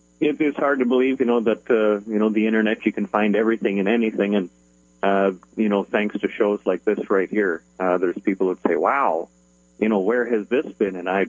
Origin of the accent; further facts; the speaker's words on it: Canada; I'm originally from Canada, and a lot of that music I have in rotation, and it just really hadn't been heard outside of that country before